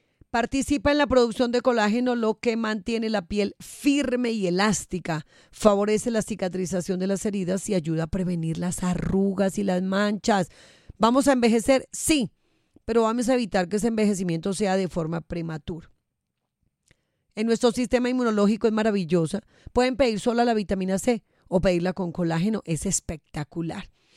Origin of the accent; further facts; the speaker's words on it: Boyacá, Colombia; Yo boyacense de pura cepa.